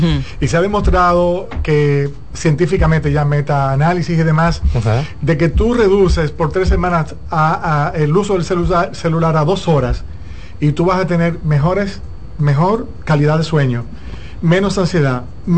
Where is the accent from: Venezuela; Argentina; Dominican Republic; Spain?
Dominican Republic; San José de Ocoa; en pandemia me voy a una casa que tengo en el campo, en San José de Ocoa. Yo soy campesino de San José de Ocoa